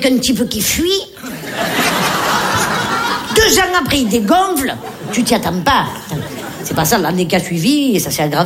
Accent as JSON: {"language": "French", "town": "Nice", "region": "Provence-Alpes-Côte d'Azur", "country": "France"}